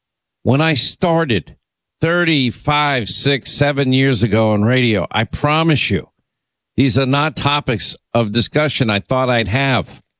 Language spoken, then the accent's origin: English; Philadelphia, Pennsylvania, United States; accent: New York; I grew up in Philly, but I talk like a New Yorker.